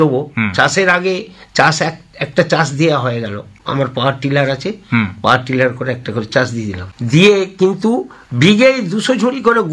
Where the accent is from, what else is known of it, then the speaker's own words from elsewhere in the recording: Uttar Shimla, West Bengal, India; আমি হুগলি জেলা থেকে আসছি।